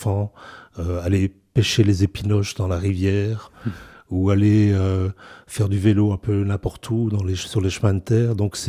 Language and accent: French; Ohain, Wallonia, Belgium; J'ai grandi dans le Brabant wallon, dans un village qui s'appelait Ohain, qui a été rattaché à la commune de Lannes maintenant.